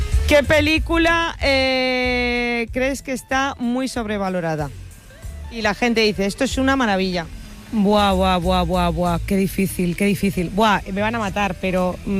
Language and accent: Spanish; Basque Country, Spain; Claro. Soy vasca.